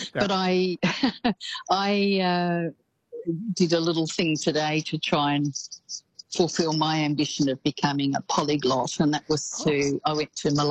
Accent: Australia; as soon as the guys find out that I'm from Australia, they want to talk about cricket and stuff.

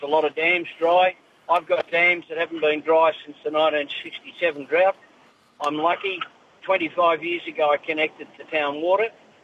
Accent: Yeodene, Victoria, Australia; I'm from a place called Yodeen, which is between Colac and Apollo Bay.

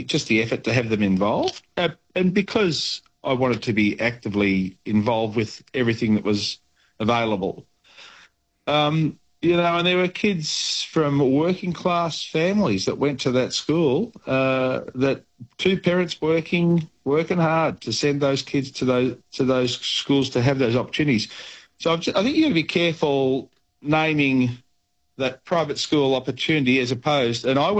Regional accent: Victoria, Australia; I grew up in the Mallee, and I've sent my kids to a private school purely because I wanted them to have all the opportunities I didn't have

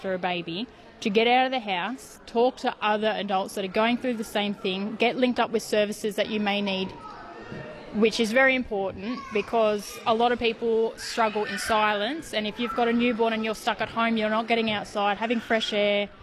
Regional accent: Kempsey, New South Wales, Australia; born there; I was born in Kempsey, and I live in South Kempsey at the moment.

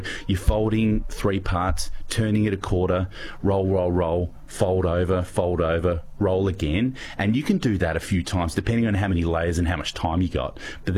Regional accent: Adelaide, South Australia, Australia; And I grew up in Adelaide, and I've still got this memory. I lived down in a road called Candy Road

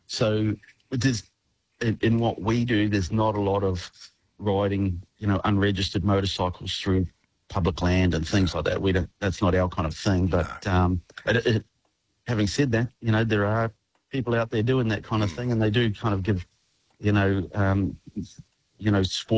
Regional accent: North Island, New Zealand; born there; I was born in the North Island, but I love the South Island.

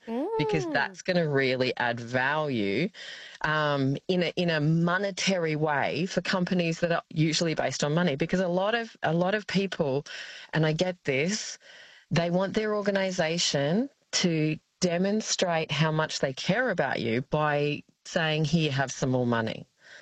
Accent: Australia; we're Australian. We don't like to big ourselves up, right?

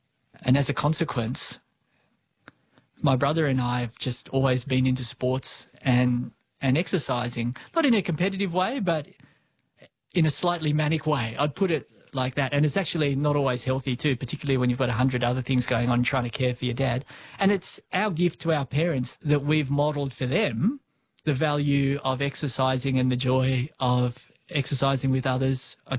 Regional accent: Australia; I've realised one thing about Australia and about being Australian.

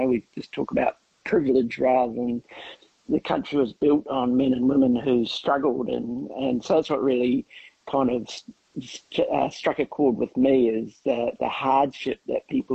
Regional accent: New Zealand; now in Australia; I came over from New Zealand, met a girl, ended up staying, and I thought, well, I've got to find out a bit about the history.

